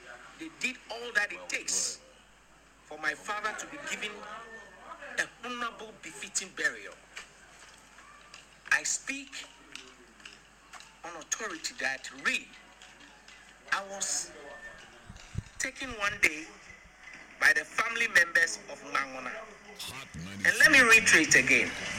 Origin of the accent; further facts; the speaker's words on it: Accra, Greater Accra, Ghana; and I was born in Accra. I was born in my father's house.